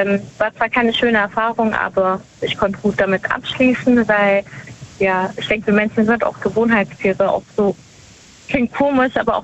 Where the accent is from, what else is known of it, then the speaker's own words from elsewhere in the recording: Baden-Württemberg, Germany; Ich komme aus der Nähe von Stuttgart.